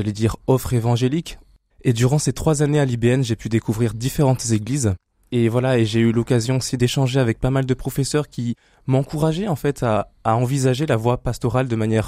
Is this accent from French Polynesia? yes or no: yes; French Polynesia; now in Le Mans, France; Oui, alors … Je viens de Tahiti, de la Polynésie française, j'ai 29 ans, je suis marié et j'ai un enfant qui a 7 mois.